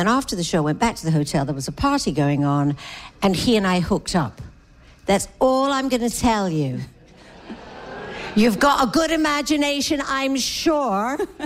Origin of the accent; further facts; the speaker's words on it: Glasgow, Scotland, United Kingdom; moved away; I came from Glasgow.